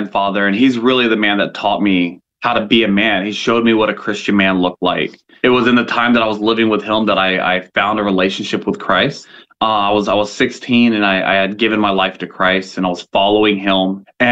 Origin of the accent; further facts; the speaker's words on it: Fort Walton Beach, Florida, United States; I grew up in Fort Walton Beach, just outside of Eglin Air Force Base.